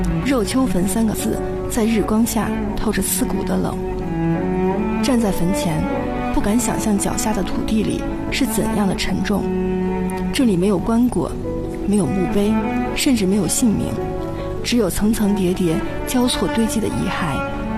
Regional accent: Hebei, China; 宣化，我的家乡

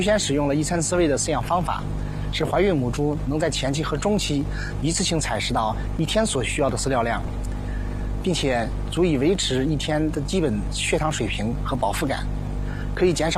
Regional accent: Ci County, Hebei, China; also born or lived in Hubei; 就是在生养自己的这片土地上实现自己的人生梦想，所以选择回到家乡进入养殖场。

